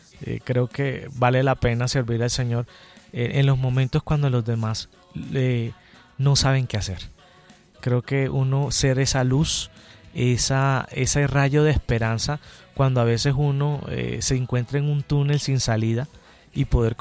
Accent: Barranquilla, Atlántico, Colombia; moved away as an adult; now in Bogotá, Colombia; yo era profesor en ese tiempo de un colegio en Barranquilla, sí. Pues soy de Barranquilla, por allá

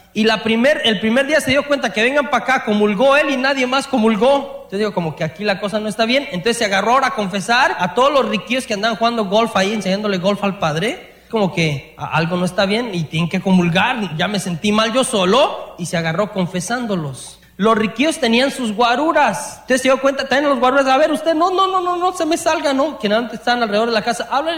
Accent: Mexico; Tenemos un mal, muchos de los que venimos de México

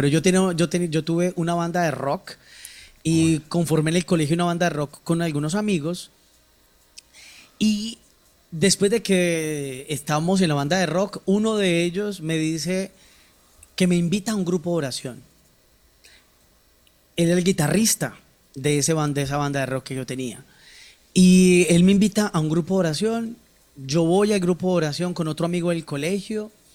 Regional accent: Bogotá, Colombia; accent: medio acento paisa; Yo soy de la ciudad de Bogotá, vengo de familia huilense, pero nací, crecí, me eduqué todo en Bogotá.

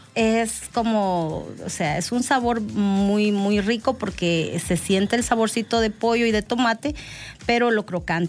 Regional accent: Guatemala; También hacemos tapado guatemalteco. Yo soy guatemalteca, entonces hacemos una mariscada, pero con leche de coco.

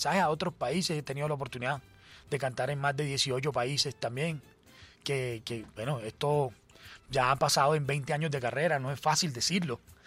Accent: Cartagena, Bolívar, Colombia; moved away as an adult; now in Bogotá, Colombia; Nací en Cartagena de Indias, ahí crecí, viví casi toda mi vida, después me vine un tiempo para Bogotá. Vengo de una familia con una vena artística también.

